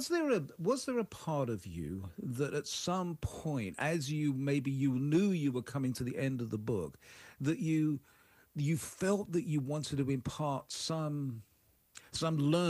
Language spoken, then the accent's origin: English; United Kingdom